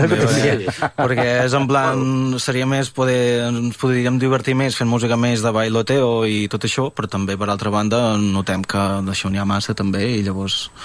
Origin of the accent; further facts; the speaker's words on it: Banyoles, Catalonia, Spain; born there; also born or lived in the Balkans; vaig arribar a Banyoles